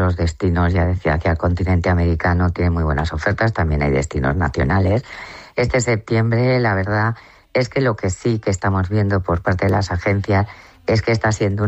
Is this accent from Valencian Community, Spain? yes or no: yes; Valencian Community, Spain; lamento decir que el 80% somos valencianos y valencianas